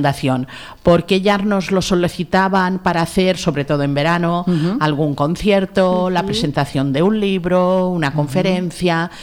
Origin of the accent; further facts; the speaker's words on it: Balearic Islands, Spain; Como buena mallorquina, tengo que dar mi voto a Torralba.